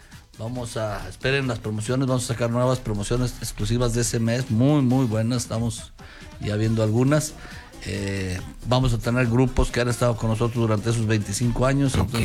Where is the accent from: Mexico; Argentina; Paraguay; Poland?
Mexico; Sí. Y como pues, siempre, como buen mexicano.